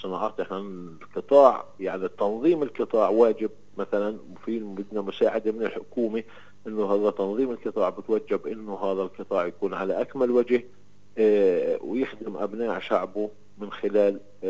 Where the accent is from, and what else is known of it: Palestine